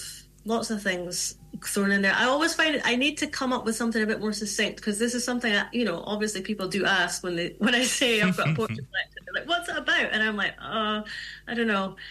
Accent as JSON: {"language": "English", "town": "Aberdeen", "region": "Scotland", "country": "United Kingdom", "tie": "born or raised there", "said": "growing up in Aberdeen and, you know, in the Northeast region"}